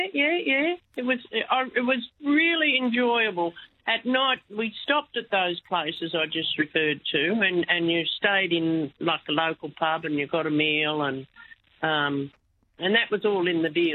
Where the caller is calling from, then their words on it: Victoria, Australia; I'm from Victoria.